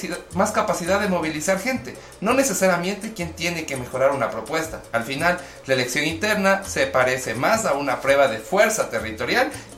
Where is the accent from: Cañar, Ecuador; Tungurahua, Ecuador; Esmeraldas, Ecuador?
Tungurahua, Ecuador; Ambato; a pesar de ser uno ambateño, tungurahuense, uno quiere ver bien a su tierra.